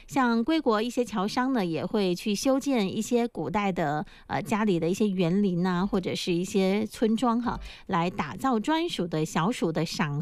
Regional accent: Fujian, China; 花生呢，对于我们闽南人来说啊，它是非常重要的一种产物。

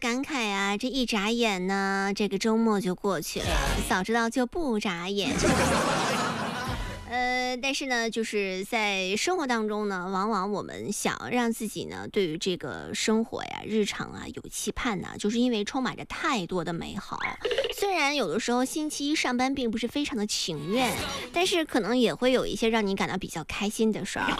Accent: China

